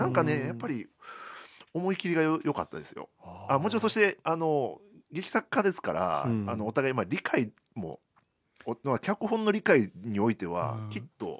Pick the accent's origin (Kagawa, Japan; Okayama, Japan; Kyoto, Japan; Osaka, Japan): Kyoto, Japan; 地元の京都